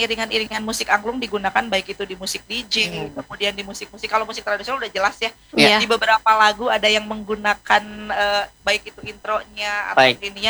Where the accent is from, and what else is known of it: West Java, Indonesia